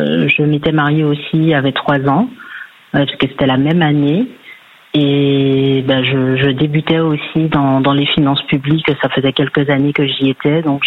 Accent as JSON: {"language": "French", "country": "Martinique", "tie": "born or raised there", "moved": "yes", "lives_now": "Rennes, France"}